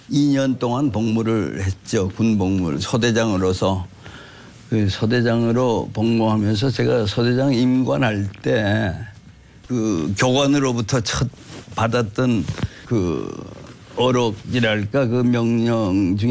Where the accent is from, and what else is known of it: Taebaek, Gangwon, South Korea; born or raised there